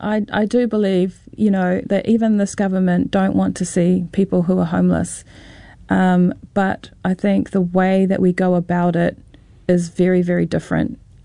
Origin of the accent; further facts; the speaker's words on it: New Zealand; first language Māori; English is a second language; reo Māori was my first language growing up. It was the reo that my dad taught me.